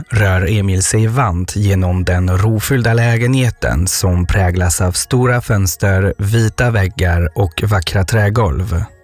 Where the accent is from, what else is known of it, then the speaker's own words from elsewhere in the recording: France; Swedish is a second language; moved away as an adult; now in Sweden; Jag är fransman och har vid den tiden nyligen flyttat till Sverige.